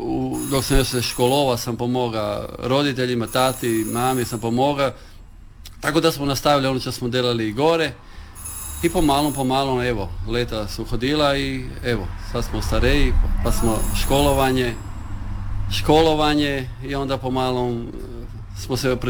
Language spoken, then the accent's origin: Croatian; Motovun, Istria County, Croatia